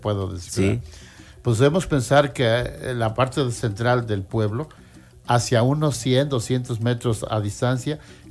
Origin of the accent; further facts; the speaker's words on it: Mexico; en mi tierra, por allá en mi pueblo de Soquiapa.